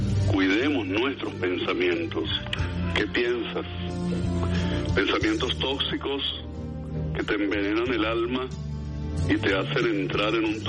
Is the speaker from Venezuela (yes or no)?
yes; Venezuela; Agradece el país donde naciste, la naturaleza, las bellezas, todo eso grande que tenemos en Venezuela